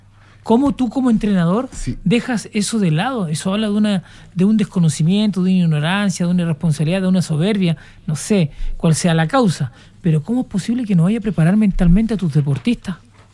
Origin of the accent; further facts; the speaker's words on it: Iquique, Tarapacá, Chile; yo siendo iquiqueño